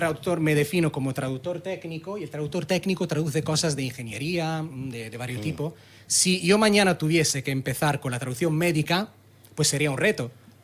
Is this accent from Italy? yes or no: yes; Italy; Spanish is a second language; moved away; no porque soy italiano